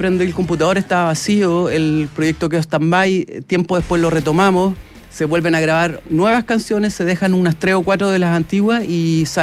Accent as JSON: {"language": "Spanish", "town": "San Carlos", "country": "Chile", "moved": "as an adult", "lives_now": "Mexico City, Mexico", "said": "somos dos integrantes de San Carlos, somos de provincia"}